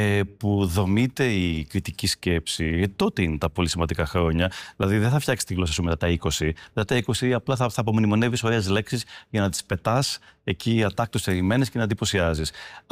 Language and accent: Greek; Greece; born there; είμαι πολύ περήφανος και χαρούμενος που είμαι Έλληνας που γεννήθηκα στην Ελλάδα